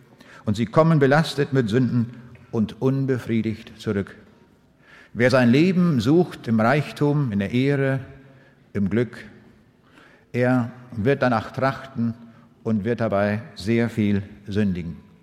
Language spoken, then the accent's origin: German; Braunschweig, Lower Saxony, Germany; Ich komme aus der Stadt Braunschweig und in Braunschweig lebt ein Herzog mit dem Namen Heinrich der Löwe